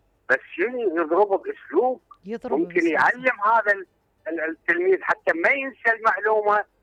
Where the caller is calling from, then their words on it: Iraq; خصوصا عندنا بالعراق